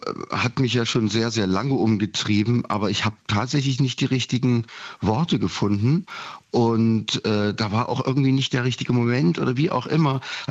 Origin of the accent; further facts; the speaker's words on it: Leipzig, Saxony, Germany; born there; als Ossi, der ich ja nun bin, ich bin gebürtiger Leipziger